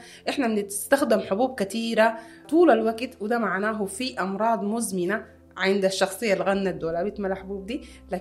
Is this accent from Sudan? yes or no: yes; Sudan